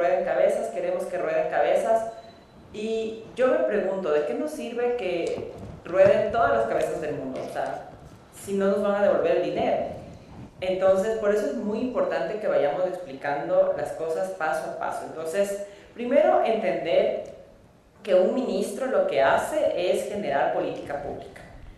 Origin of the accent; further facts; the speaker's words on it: Ecuador; lo que queremos todos como ecuatorianos